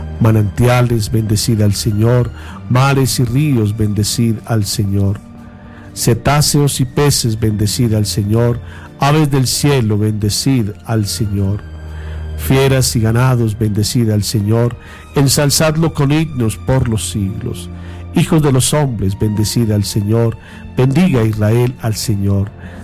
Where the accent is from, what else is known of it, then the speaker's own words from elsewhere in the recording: Colombia; nosotros como colombianos